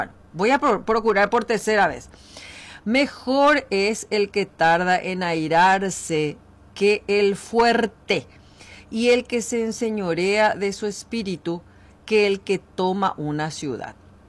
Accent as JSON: {"language": "Spanish", "country": "Paraguay", "said": "como mujer paraguaya me tengo que dividir en 400 pedazos"}